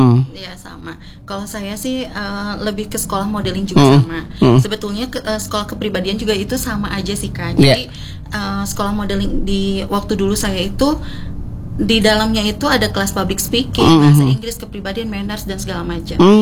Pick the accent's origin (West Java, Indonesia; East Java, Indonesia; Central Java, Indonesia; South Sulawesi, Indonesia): West Java, Indonesia; Bandung; Saya dari Bandung, saya model.